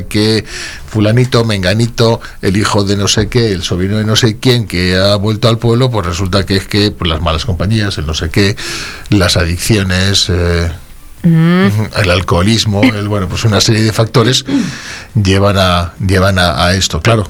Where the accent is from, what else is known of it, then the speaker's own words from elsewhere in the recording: Brañosero, Castile and León, Spain; a mi pueblo, a las Brañas, que tiene espacio más que de sobra.